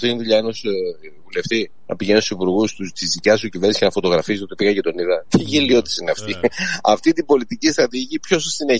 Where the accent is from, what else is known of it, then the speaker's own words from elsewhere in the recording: Karystos, Central Greece, Greece; επειδή είμαι από την Νότιο Εύβοια, έλκω την καταγωγή από την Κάριστο, όπως ξέρετε